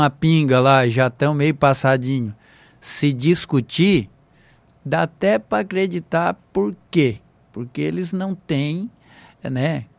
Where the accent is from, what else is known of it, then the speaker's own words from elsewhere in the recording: Brazil; nós que somos brasileiros